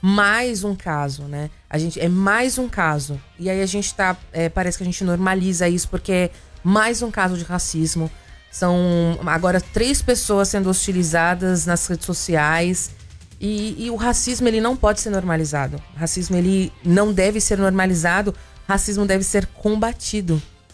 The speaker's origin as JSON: {"language": "Portuguese", "country": "Brazil", "said": "a gente aqui como brasileiro"}